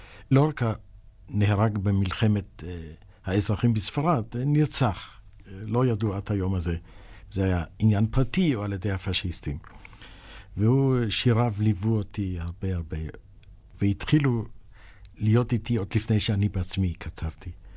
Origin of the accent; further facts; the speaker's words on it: Jerusalem, Jerusalem District, Israel; היות וגדלתי פשוט בחינוך כזה, באותה ירושלים של שנות ה-30